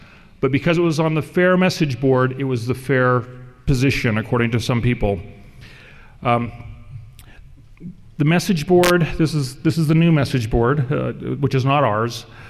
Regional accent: Redding, California, United States; I hate to tell you this, I'm from Redding, California

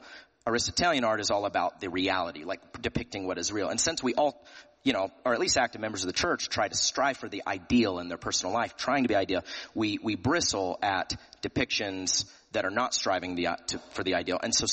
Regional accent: Tennessee, United States; I'm from Tennessee.

